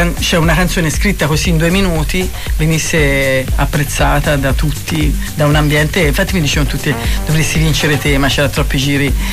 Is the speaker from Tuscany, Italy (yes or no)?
yes; Tuscany, Italy; non dico la parolaccia, ma sono toscana, potrei anche dirla